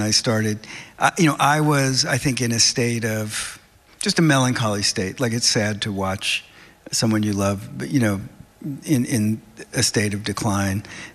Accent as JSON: {"language": "English", "region": "New Jersey", "country": "United States", "tie": "born or raised there", "lives_now": "Boston, United States", "said": "And I was going from Boston to New Jersey 1 week out of every month and spending it there. And so I was in the house that I grew up"}